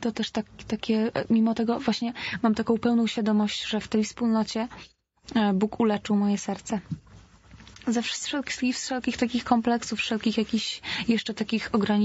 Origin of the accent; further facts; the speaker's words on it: Zamość, Lublin Voivodeship, Poland; Poszłam do liceum, poszłam do kościoła, takiego najbardziej znanego u mnie w Zamościu.